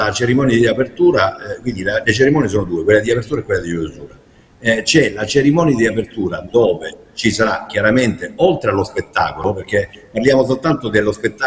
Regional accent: Apulia, Italy; sono pugliese doc

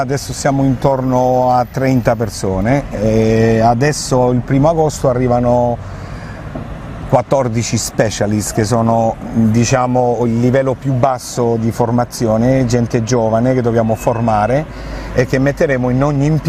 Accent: Madrid, Community of Madrid, Spain; Italian is a second language; Io sono madrilegno, sono di Madrid.

